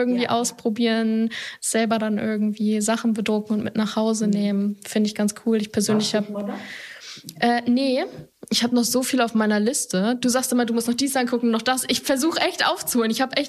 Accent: Mölln, Schleswig-Holstein, Germany; Ich komme ja aus Mölln, da gibt es auch ein paar.

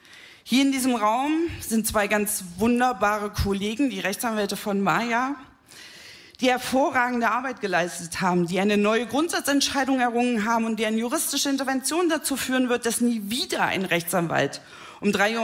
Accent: Jena, Thuringia, Germany; Die Abwandlung dieses Brecht-Zitats steht in meiner Heimatstadt Jena an der Wand

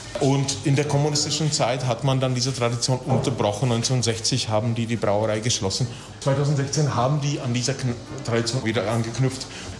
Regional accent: Lomnice nad Popelkou, Liberec Region, Czechia; also born or lived in Turnov; Ich bin keine 14 Kilometer von hier aufgewachsen und keine 7 Kilometer in der Tat von hier geboren in Turnov, aufgewachsen in Lomnice nad Popelkou.

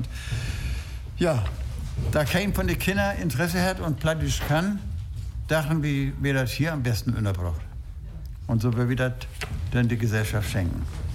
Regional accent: Berlin, Germany; also born or lived in Husum; now in Heide, Germany; Ich komme aus Berlin eigentlich. Meine jungen Jahren habe ich in Berlin verbracht. Flucht nach Husum, 45.

